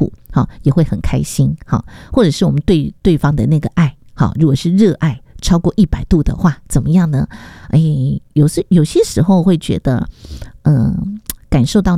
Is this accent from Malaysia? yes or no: no; Taiwan; 我们台湾人真的很喜欢去日本